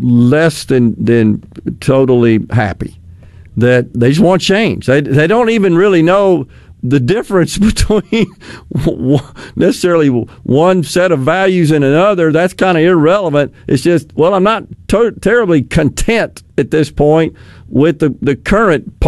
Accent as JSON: {"language": "English", "region": "Mississippi", "country": "United States", "said": "we had a U.S. Senate race right here in my home state of Mississippi"}